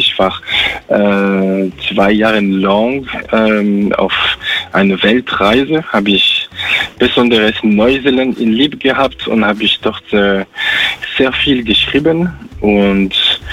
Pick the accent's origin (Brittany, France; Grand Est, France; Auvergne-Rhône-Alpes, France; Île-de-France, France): Île-de-France, France; Paris; moved away; Ich bin doch in Paris, zumindest am Stadtrand von Paris, geboren und groß gewachsen.